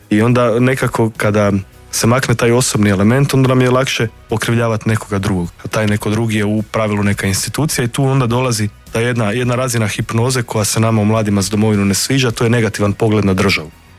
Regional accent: Croatia; mi kao Hrvati nemamo taj luksus. Nakon 1000 godina dosanjavanja naše zemlje, imamo prilike uređivati te institucije

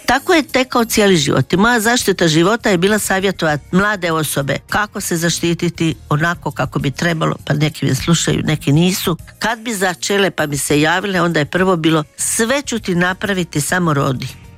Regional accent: Dalmatia, Croatia; born there; ja sam rođena u Dalmaciji gdje je sramota, djevojke nisu smjele rađati

